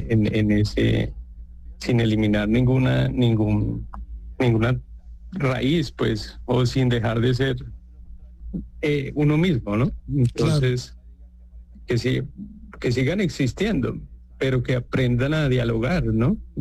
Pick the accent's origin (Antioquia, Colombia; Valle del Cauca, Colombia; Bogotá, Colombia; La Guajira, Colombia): Bogotá, Colombia; Yo soy bogotano, sí.